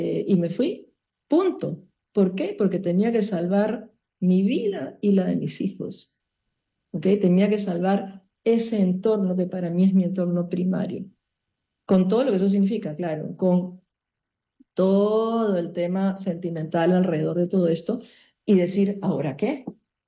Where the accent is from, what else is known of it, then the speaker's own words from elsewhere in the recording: Peru; now in Panama; soy peruana y vivo en Panamá hace 39 años.